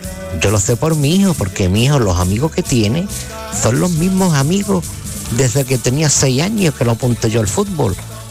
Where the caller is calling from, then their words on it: Los Barrios, Andalusia, Spain; de los Barrios.